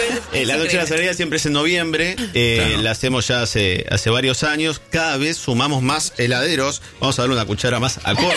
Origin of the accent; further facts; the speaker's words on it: Argentina; acá en Argentina